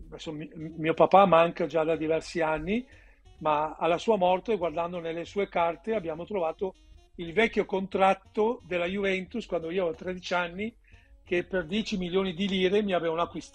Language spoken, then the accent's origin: Italian; Veneto, Italy; io da Veneto, all'epoca era appena, cioè sempre, io sono cresciuto a pane e terroni, diciamolo, c'erano ragazzini nel nostro Veneto, nel nostro quartiere, nel nostro rione